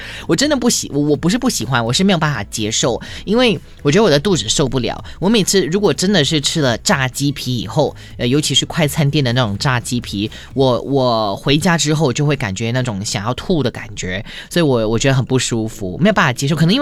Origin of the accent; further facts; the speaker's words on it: Brunei; 尤其是鸡肉，我觉得我们文莱人还蛮特别喜欢吃鸡肉的。